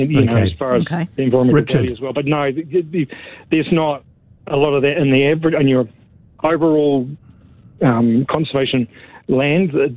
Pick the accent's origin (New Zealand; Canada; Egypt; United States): New Zealand; North Island; I'm from the North Island. I go to the other end of the country with a handful of traps.